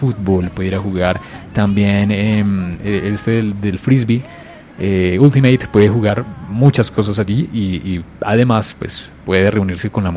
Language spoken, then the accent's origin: Spanish; Colombia; nosotros como colombianos?